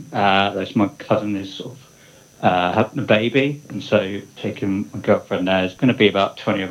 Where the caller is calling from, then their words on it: Bristol, South West England, United Kingdom; I'm calling from Bristol.